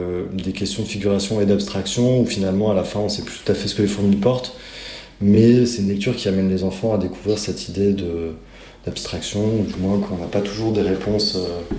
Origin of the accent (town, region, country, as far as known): Grenoble, Auvergne-Rhône-Alpes, France; now in Strasbourg, France